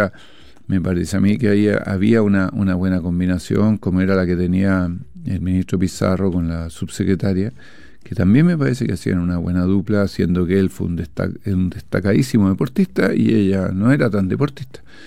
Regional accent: Antofagasta, Chile; yo soy de Antofagasta, como usted bien sabe

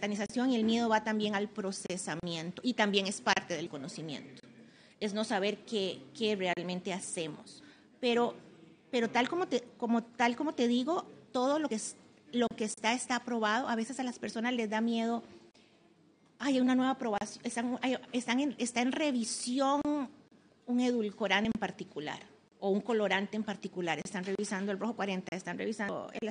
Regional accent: Costa Rica; Costa Rica. ¿No? En mi país tiembla mucho, aquí tiembla mucho.

